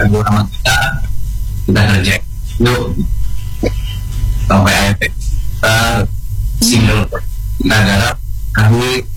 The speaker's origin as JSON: {"language": "Indonesian", "town": "Pati", "region": "Central Java", "country": "Indonesia", "said": "Saya dari Pati."}